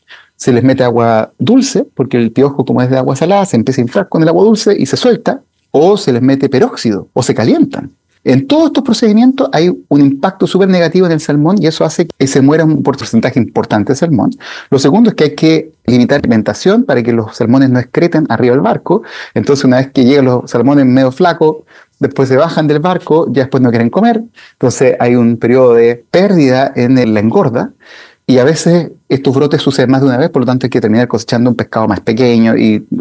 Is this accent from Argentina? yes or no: no; Chile; moved away as an adult; now in Hamburg, Germany; somos los chilenos